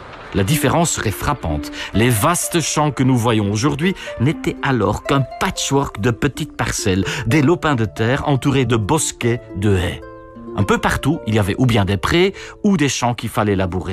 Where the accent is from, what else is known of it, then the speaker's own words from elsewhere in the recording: Flanders, Belgium; dans la campagne, de Kempen, comme on dit nous, là d'où je viens, la région à l'est d'Anvers